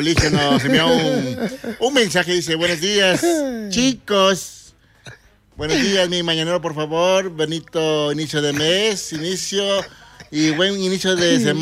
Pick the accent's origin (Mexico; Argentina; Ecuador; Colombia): Ecuador; now in Spain